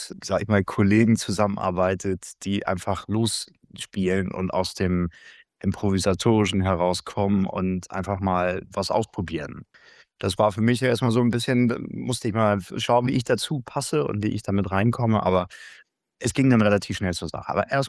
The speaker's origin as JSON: {"language": "German", "region": "Hamburg", "country": "Germany", "said": "Also ich komme eh aus Hamburg, ich halte den Ball immer besonders flach"}